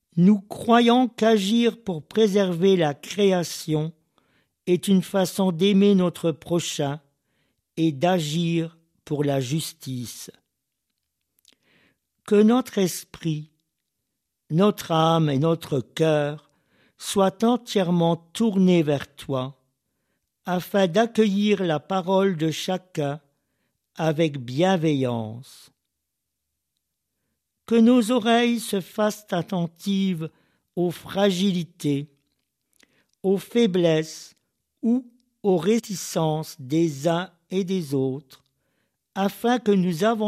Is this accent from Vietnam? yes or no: yes; Vietnam; Je suis vietnamien, avocat spécialisé dans la défense de l'environnement.